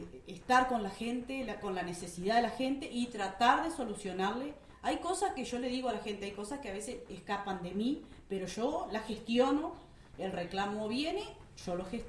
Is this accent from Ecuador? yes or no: no; Puntas de Caña, Uruguay; moved away; also born or lived in Laureles; Yo yo vengo de Puntas de Caña. Soy oriunda de Puntas de Caña.